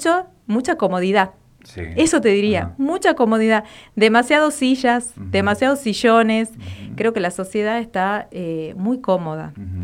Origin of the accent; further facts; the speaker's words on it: Tucumán, Argentina; moved away as an adult; now in Catamarca, Argentina; Yo hace poquito que estoy acá viviendo en Catamarca, soy de Tucumán.